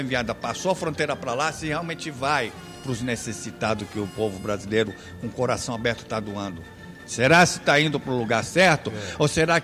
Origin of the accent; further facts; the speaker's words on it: Brazil